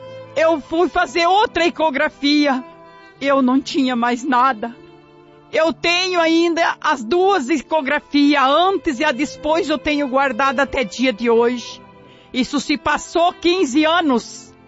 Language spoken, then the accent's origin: Portuguese; Santa Terezinha de Itaipu, Paraná, Brazil; Eu não sou desta cidade de São Paulo, eu sou do Paraná, de Santa Terezinha de Itaipu.